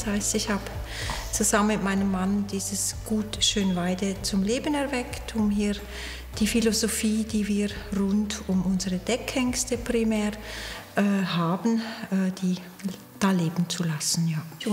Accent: Switzerland; ich bin Schweizerin.

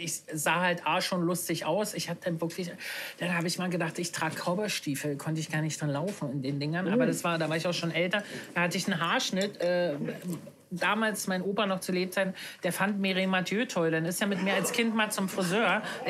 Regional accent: Luckenwalde, Brandenburg, Germany; Gab es früher auch bei uns in Luckenwalde, gab es so einen, der nannte sich Bulettenschulze, der hat Pferdebuletten gemacht.

